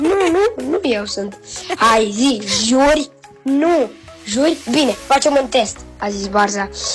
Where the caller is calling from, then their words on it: Bucharest, Romania; din București.